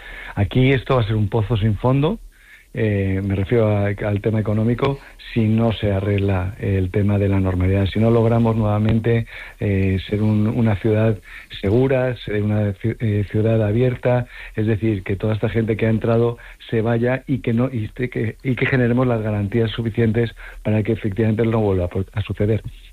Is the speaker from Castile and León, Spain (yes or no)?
no; Madrid, Community of Madrid, Spain; moved away as an adult; now in Ceuta, Spain; yo soy madrileño, yo conocí Ceuta en el año 2001 y me quedé profundamente enamorado.